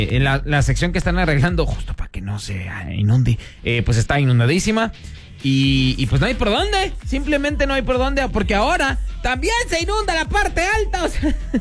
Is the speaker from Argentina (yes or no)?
no; Mexico; qué tan felices somos los mexicanos